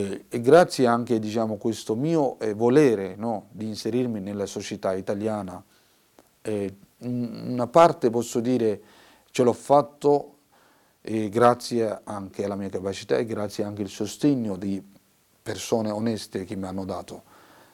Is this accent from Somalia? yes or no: yes; Mogadishu, Somalia; Italian is a second language; moved away as an adult; now in Italy; La mia apprendistata non è durata molto in Somalia, a Mogadiscio, per motivi, diciamo, di guerra e mancanza di rispetto dei giornalisti. Ho dovuto lasciare il mio paese. Quando sono arrivato qui in Italia